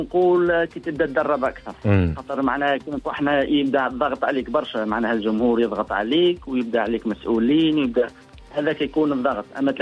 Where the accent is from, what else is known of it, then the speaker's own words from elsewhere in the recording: Tunisia; moved away; also born or lived in United Kingdom; احنا جيت من بلاد من تونس اللغة معناها ما زلت نتهام معناها منش حافظ اللغة بالباهي